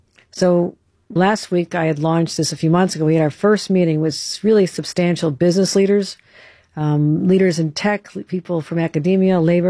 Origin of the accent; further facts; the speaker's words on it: Buffalo, New York, United States; the forces that drove, I'm from Buffalo, drove everybody I knew out of a job when Bethlehem Steel left